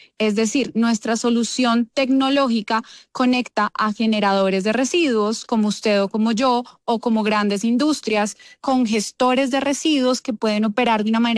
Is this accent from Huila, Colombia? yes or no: no; Bogotá, Colombia; yo nací en Bogotá, he vivido acá todo el tiempo